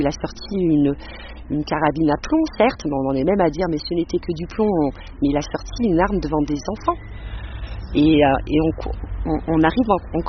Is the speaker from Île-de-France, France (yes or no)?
no; Espaly-Saint-Marcel, Auvergne-Rhône-Alpes, France; now in Le Puy-en-Velay, France; J'ai grandi à Espagny-Saint-Marcel. J'habite maintenant le Puy.